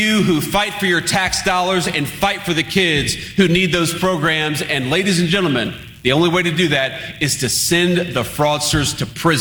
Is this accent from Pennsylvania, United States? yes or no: no; Middletown, Ohio, United States; And I remember, as I was growing up in Middletown, Ohio, I'd read the newspaper